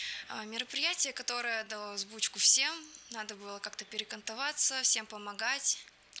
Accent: Glazov, Udmurt Republic, Russia; Я из города Глазово, это Удмуртская республика.

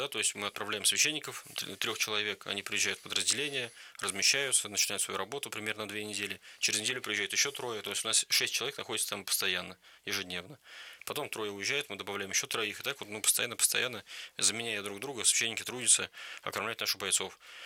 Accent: Kirzhach, Vladimir Oblast, Russia; даже вот в нашем Ногинске или в Киржаче, откуда я родом

